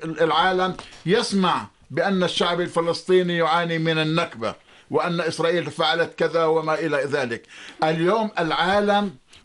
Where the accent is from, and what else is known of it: Palestine